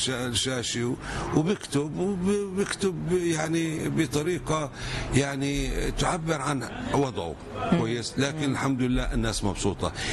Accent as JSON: {"language": "Arabic", "country": "Palestine", "said": "كفلسطينيين"}